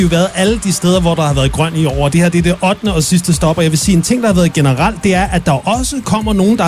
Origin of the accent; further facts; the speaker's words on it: Næstved, Zealand, Denmark; Jeg er jo fra Næstved